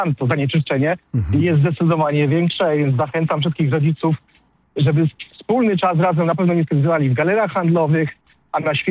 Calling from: Kraków, Lesser Poland, Poland; Ja dzwonię z Krakowa

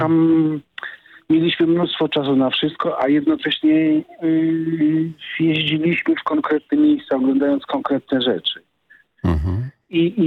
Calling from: Warsaw, Masovian Voivodeship, Poland; My jesteśmy z Warszawy.

